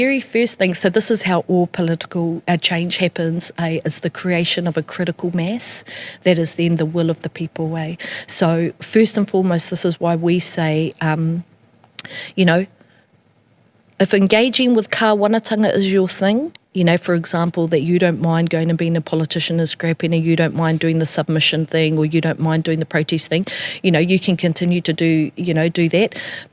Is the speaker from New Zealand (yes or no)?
yes; New Zealand; so I'm from Ngāti Pirae, right, you know, and we have heaps of Ngāti Pirae ki te whenua, we're called